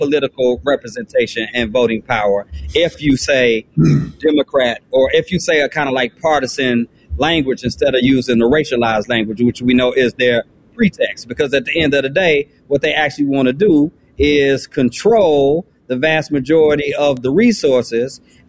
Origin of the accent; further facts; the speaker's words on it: Benton Harbor, Michigan, United States; And the people in the greater Chicago area are actually closer to my hometown, which has been Harbor, Michigan.